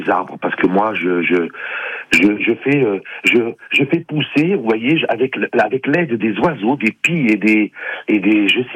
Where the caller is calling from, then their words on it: Aixe-sur-Vienne, Nouvelle-Aquitaine, France; Je vous appelle d'Aix-sur-Vienne.